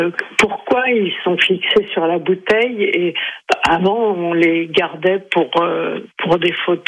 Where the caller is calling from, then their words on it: Saint-Jean-de-Braye, Centre-Val de Loire, France; à côté de chez nous, à Saint-Jean-de-Bray